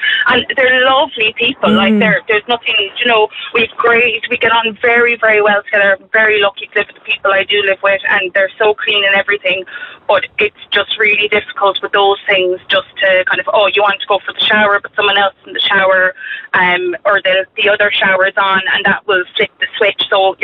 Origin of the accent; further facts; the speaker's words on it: Munster, Ireland; now in Cork, Ireland; we to move up to Cork because of work and stuff. We're both from Kerry, but I kind of didn't want to move up